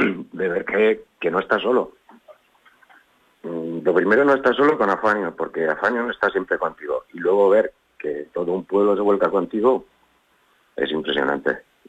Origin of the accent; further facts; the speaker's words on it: Quintanar del Rey, Castilla-La Mancha, Spain; yo soy de Quintanar del Rey